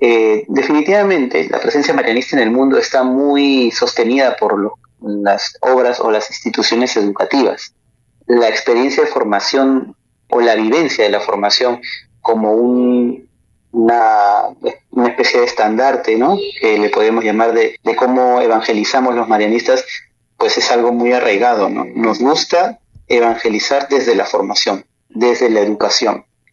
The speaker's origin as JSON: {"language": "Spanish", "region": "Callao", "country": "Peru", "tie": "born or raised there", "said": "un colegio emblemático y muy reconocido en el Callao, el lugar de donde vengo, ¿no? Yo recuerdo de niño cuando yo estudiaba en un colegio estatal"}